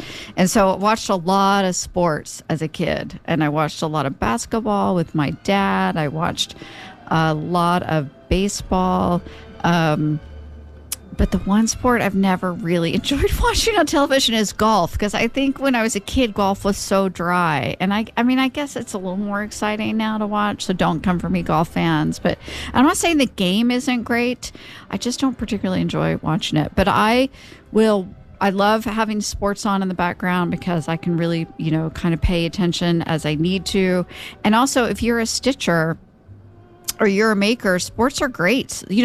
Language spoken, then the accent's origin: English; Oklahoma, United States; So growing up in Oklahoma and growing up in the 70s and 80s